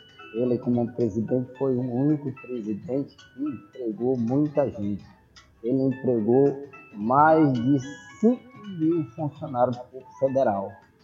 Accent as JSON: {"language": "Portuguese", "town": "Codó", "region": "Maranhão", "country": "Brazil", "tie": "born or raised there", "also_born_or_lived": "Timbiras", "said": "Nasci em Codó."}